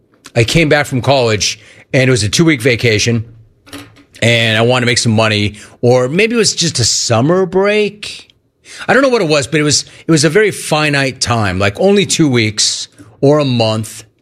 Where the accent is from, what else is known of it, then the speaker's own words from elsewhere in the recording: Maine, United States; First, I'm from Maine.